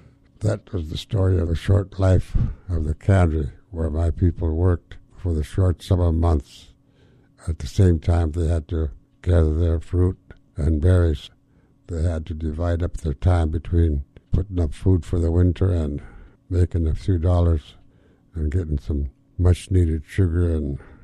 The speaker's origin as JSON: {"language": "English", "town": "Dry Bay", "region": "Alaska", "country": "United States", "tie": "born there", "said": "I'm a Tlingit Indian, an Eagle Thunderbird. I was born in Dry Bay, about 65 miles below Yakutat."}